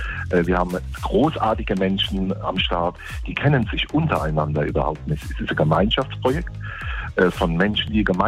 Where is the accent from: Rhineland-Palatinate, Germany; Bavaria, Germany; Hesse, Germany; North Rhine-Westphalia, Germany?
Rhineland-Palatinate, Germany; Als Pfälzer trinkt man ja gerne den einen oder anderen Schorle.